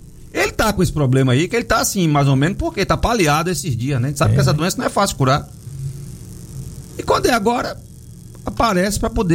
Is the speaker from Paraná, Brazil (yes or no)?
no; Bahia, Brazil; Eu sou baiano e concordo plenamente com ele.